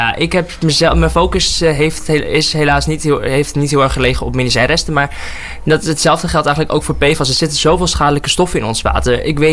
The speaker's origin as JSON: {"language": "Dutch", "country": "Myanmar", "lives_now": "Netherlands", "said": "ik zeg zelf altijd … maar ik kom oorspronkelijk uit Myanmar. In het Nederlands zeg, ik bedoel, in Burmees zeggen we"}